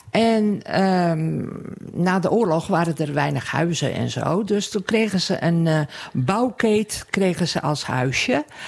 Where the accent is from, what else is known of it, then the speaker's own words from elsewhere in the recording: Sliedrecht, South Holland, Netherlands; also born or lived in Bleskensgraaf; now in Oudewater, Netherlands; het is onder Rotterdam, Dordrecht. Het is meer richting Dordrecht, Sliedrecht. En ik ben in Sliedrecht dan opgegroeid, maar in Bleskensgraaf heb ik de watersnood meegemaakt.